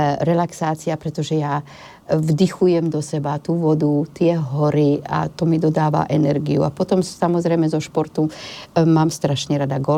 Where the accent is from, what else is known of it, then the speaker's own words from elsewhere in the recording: Komárno, Nitra Region, Slovakia; born there; moved away; also born or lived in Bratislava; Narodila som sa úplne niekde na Bažinách, na juhu Slovenska, v Komárne, takže tam turistika nebola. No a potom, keď som sa presťahovala do Bratislavy